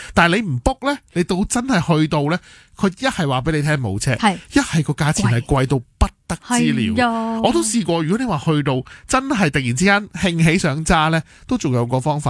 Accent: Hong Kong; 我哋香港人

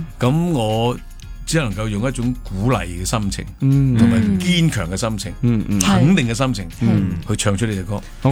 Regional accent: Hong Kong

